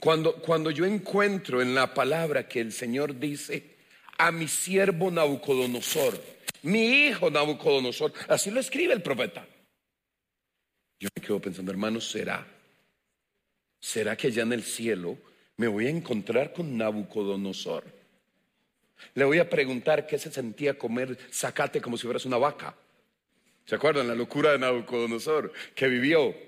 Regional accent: Costa Rica; born there; nosotros somos los ticos. Esa es nuestra nación. Yo le doy gracias a Dios por haber nacido en esta tierra. Amo mi país.

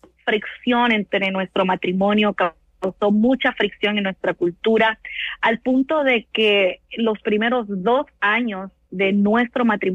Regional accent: Honduras; yo como hondureña

